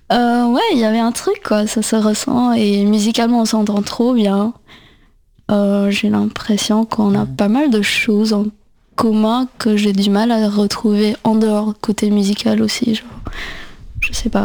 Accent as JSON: {"language": "French", "country": "India", "tie": "born or raised there", "moved": "yes", "lives_now": "Paris, France", "said": "J'ai grandi en Inde."}